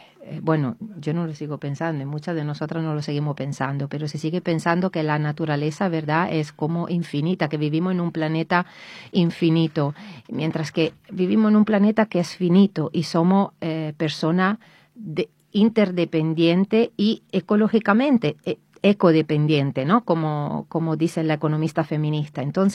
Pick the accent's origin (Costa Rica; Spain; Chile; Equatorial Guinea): Spain; desde luego que venimos de España